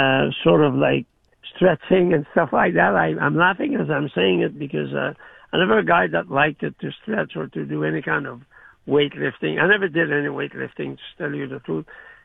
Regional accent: Canada; the only overall winner, not an American this year, was a Canadian, and it was me.

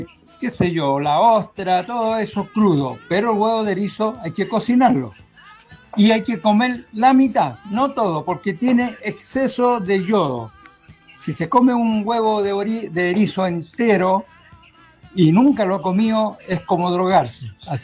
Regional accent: Chile; Yo soy chileno, nacido y criado al lado del mar y siempre he comido huevos de erizo.

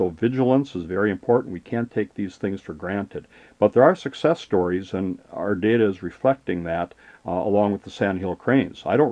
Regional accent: Wisconsin, United States; I was 30 years old, and I grew up in the North Country. And it's still, I remember it sitting there in a branch way up in northern Wisconsin.

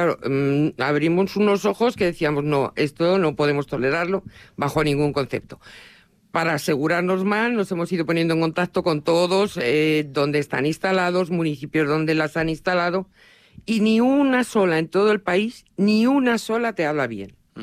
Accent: Talavera de la Reina, Castilla-La Mancha, Spain; la entrada que tenemos todos los talaveranos cuando venimos de Madrid normalmente

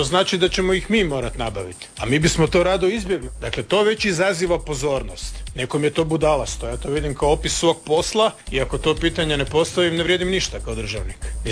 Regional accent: Croatia; Dakle, ja sam Hrvat.

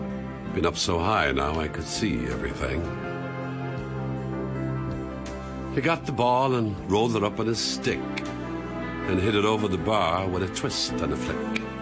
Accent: Cork, Munster, Ireland; Growing up in Ireland, in Cork, and as a young lad, I went down the park to see a match with my dad.

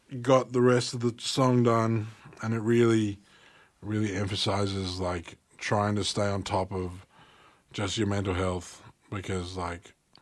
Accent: Sydney, New South Wales, Australia; now in Wagga Wagga, Australia; I'm originally from Sydney, and trying to find a dog-friendly place up there.

